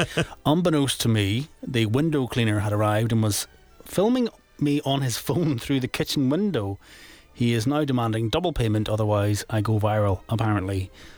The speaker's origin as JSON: {"language": "English", "town": "Bangor", "region": "Northern Ireland", "country": "United Kingdom", "said": "We said yesterday you live in Bangor and I'm from Bangor."}